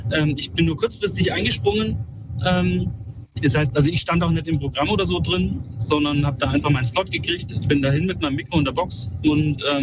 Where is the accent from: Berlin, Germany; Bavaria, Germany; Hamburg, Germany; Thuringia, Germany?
Bavaria, Germany; Bayreuth; Ich habe das in Bayreuth gemacht, das ist meine Heimatstadt.